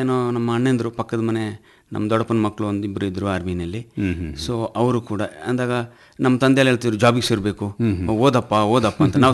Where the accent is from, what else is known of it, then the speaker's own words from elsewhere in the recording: Kodagu, Karnataka, India; ಹಾಗೆ ನಾವು ಕೊಡಗಿನಿಂದ 59 ಮೆಂಬರ್ಸ್ ಅನ್ನು ಸೆಲೆಕ್ಷನ್ ಆಗಿದ್ದು.